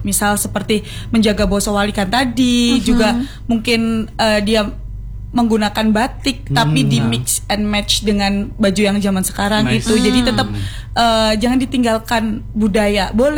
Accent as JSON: {"language": "Indonesian", "town": "Ponorogo", "region": "East Java", "country": "Indonesia", "said": "aku dari Ponorogo"}